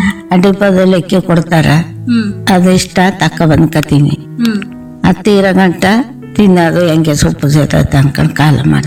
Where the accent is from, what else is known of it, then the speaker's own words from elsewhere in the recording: Karnataka, India; ನಾವು ದೇವಲಾಪುರ ನಾಡಿ.